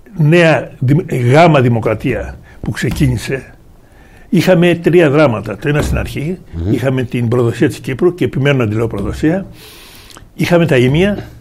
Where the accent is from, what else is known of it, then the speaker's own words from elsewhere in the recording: Peloponnese, Greece; Ναι, στην πατρίδα μου έχουμε μία λίμνη, Τάκα. Εκεί επιδιδόμουν εγώ στα ναυτικά.